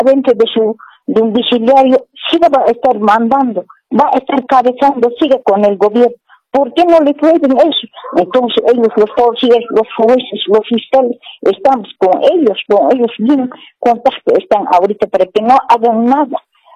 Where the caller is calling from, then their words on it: Oruro, Bolivia; Yo soy de Oruro, te estoy llamando.